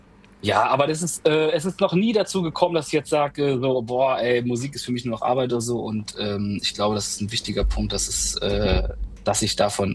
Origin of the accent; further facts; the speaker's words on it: Hörste, Germany; die Stadt, also an sich von Hörste, wo ich herkomme, nach Osnabrück, das sind 25 Minuten mit Zug, also es ist direkt um die Ecke quasi.